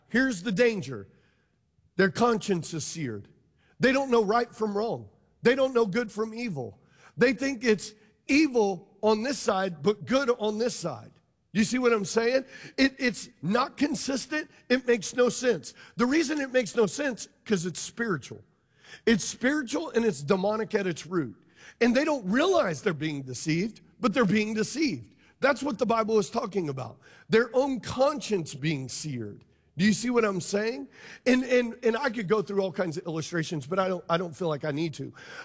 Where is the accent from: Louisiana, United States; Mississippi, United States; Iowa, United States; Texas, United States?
Louisiana, United States; I come from Louisiana, where if you can catch it and kill it and it doesn't eat you, you can eat it.